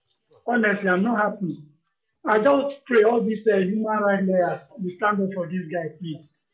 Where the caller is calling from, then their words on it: Ota, Ogun, Nigeria; I'm calling from Ota.